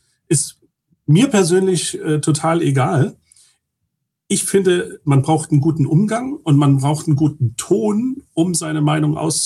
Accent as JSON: {"language": "German", "country": "Germany", "tie": "born or raised there", "said": "ich bin ehemaliger DDR-Bürger. Also ich bin 1975 in der DDR geboren. Das heißt, ich habe 15 Jahre in einem System gelebt"}